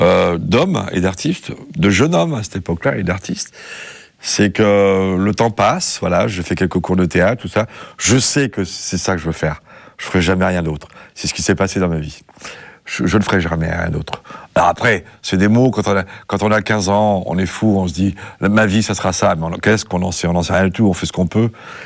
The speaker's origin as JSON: {"language": "French", "town": "Mâcon", "region": "Bourgogne-Franche-Comté", "country": "France", "tie": "born there", "said": "je vais avoir 16-17 ans par là. Je m'intéresse vraiment. Et là, je suis à Mâcon"}